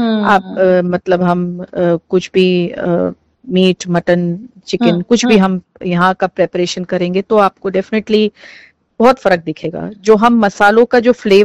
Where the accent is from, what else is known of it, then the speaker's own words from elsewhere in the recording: Lucknow, Uttar Pradesh, India; now in Mumbai, India; मतलब मैं चूंकि लखनऊ से हूँ, मैं लखनऊ से, खाना बनाने का मुझे शौक भी है